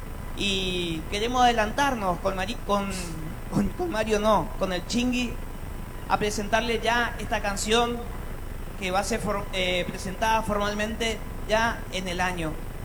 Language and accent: Spanish; Corrientes, Argentina; Somos Corrientes pero argentinos, por supuesto.